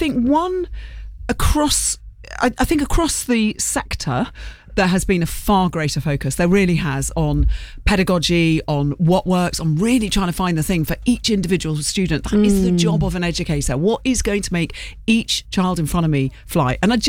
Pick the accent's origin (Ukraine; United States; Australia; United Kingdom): United Kingdom; London; I grew up in London. I was educated in a brilliant school in North London.